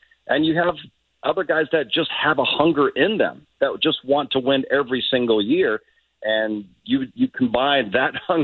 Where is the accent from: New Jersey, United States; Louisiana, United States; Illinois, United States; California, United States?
California, United States; Los Angeles; growing up in Woodland Hills in the San Fernando Valley